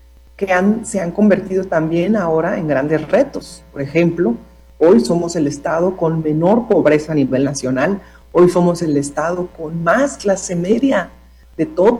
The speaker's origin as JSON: {"language": "Spanish", "country": "Mexico"}